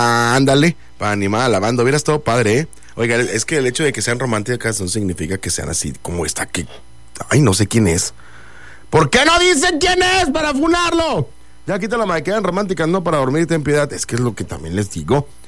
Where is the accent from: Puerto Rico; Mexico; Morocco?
Mexico; Somos mexicanos